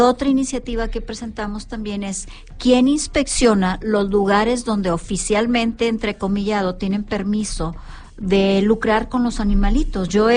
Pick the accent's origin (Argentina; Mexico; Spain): Mexico; Monterrey, Nuevo León; Yo nací, crecí y vivo en Monterrey y soy más regia que la carne asada, quizás.